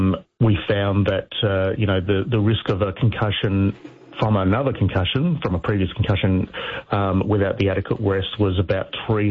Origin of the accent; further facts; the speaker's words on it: Perth, Western Australia, Australia; Well, I'm from Perth